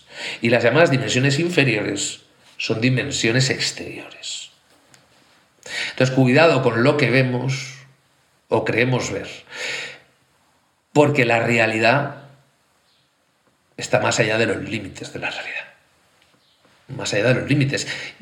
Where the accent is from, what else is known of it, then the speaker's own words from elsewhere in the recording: Valencia, Valencian Community, Spain; soy urbanita, o sea, nací en Valencia y he vivido hasta la mayoría de mi vida realmente en Valencia, que ahora vivo en el campo.